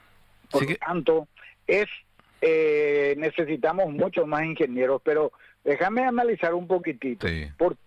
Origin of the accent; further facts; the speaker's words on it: Paraguay; Y a mí, como paraguayo